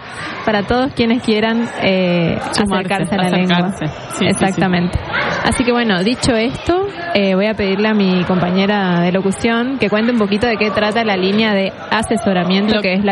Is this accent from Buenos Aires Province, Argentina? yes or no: no; Corrientes, Argentina; y haga algo en relación a nuestra lengua nativa